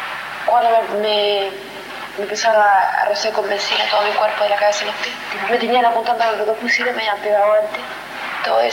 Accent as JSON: {"language": "Spanish", "country": "Chile"}